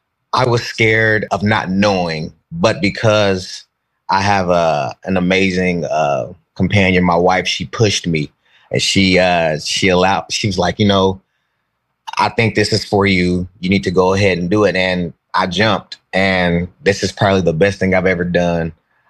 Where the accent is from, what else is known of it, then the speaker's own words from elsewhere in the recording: Indianapolis, Indiana, United States; I originate from Indianapolis, Indiana.